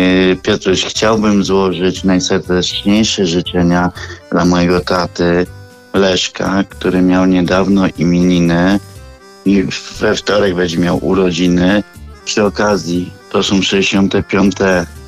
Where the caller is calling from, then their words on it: Gorzów Wielkopolski, Lubusz Voivodeship, Poland; z Gorzowa Wielkopolskiego.